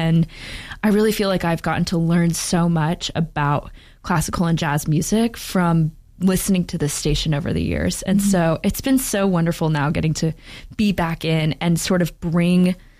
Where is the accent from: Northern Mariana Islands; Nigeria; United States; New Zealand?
United States; Knoxville, Tennessee; I'm from Knoxville